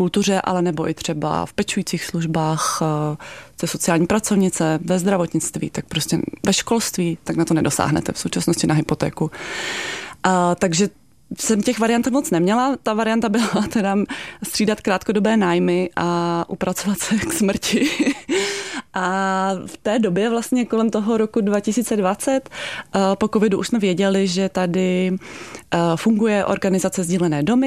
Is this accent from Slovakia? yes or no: no; Prague, Czechia; Žiju celý život v Praze, narodila jsem se v Praze, ale začala jsem mít pocit, že už Praha pro mě není